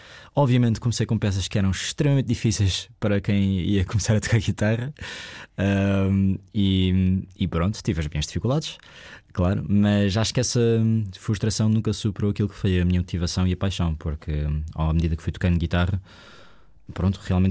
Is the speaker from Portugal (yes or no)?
yes; Caldas da Rainha, Centro, Portugal; sou natural das Caldas da Rainha, tenho 27 anos